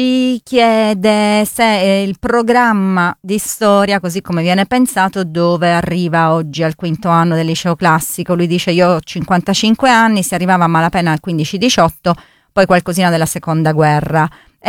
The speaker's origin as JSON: {"language": "Italian", "town": "Madrid", "region": "Community of Madrid", "country": "Spain", "said": "Io vengo da Madrid"}